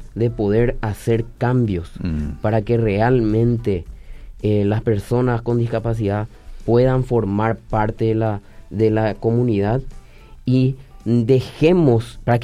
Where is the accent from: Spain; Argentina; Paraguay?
Paraguay; Nosotros somos paraguayos